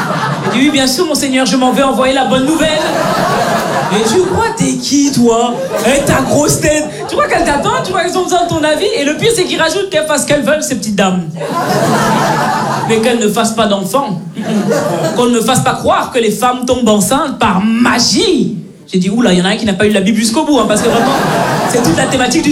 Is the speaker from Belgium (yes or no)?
yes; Belgium; born or raised there